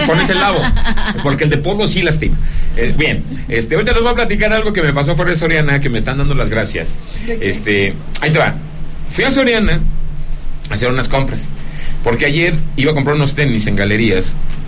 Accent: Zacatecas, Mexico; mi tierra Zacatecas.

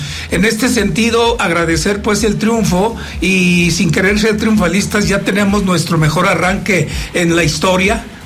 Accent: Mexico

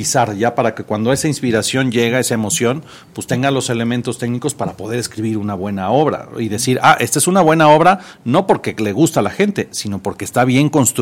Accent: Mexico City, Mexico; Yo de allá de la Ciudad de México. Sí, ahí nací, ahí crecí.

